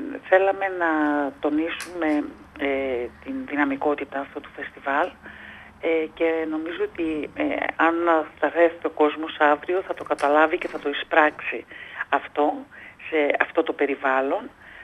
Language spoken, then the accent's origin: Greek; Greece; η χώρα μας